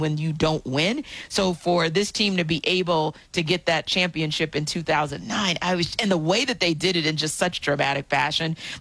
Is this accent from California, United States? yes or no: no; New Orleans, Louisiana, United States; moved away; also born or lived in New Jersey; we didn't have a team growing up in New Orleans, in Louisiana.